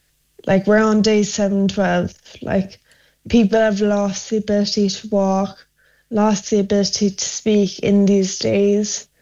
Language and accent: English; Ireland; But then like I'm Irish, so I'm just really hoping they choose to save their own.